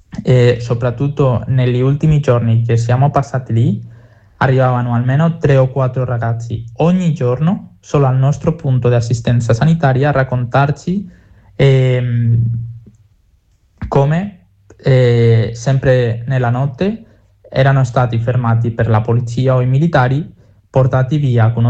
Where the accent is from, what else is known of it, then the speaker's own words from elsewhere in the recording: Spain; Italian is a second language; il governo del nostro paese, della città di Ceuta